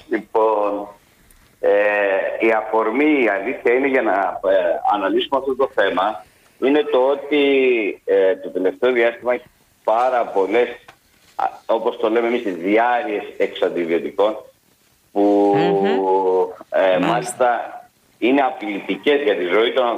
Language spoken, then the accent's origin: Greek; Greece; σαν Έλληνες έχουμε μάθει